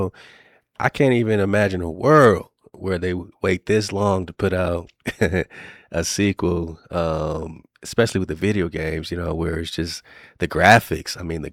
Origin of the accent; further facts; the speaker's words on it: Inglewood, California, United States; growing up in Inglewood, California